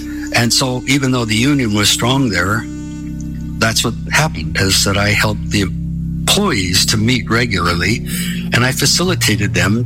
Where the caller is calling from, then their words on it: Port Townsend, Washington, United States; And I'm calling from Port Townsend, Washington.